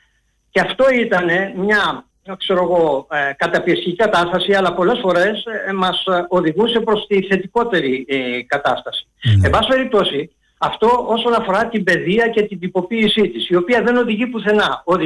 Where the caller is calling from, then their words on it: Piraeus, Attica, Greece; από Πειραιά, από Καμίνια.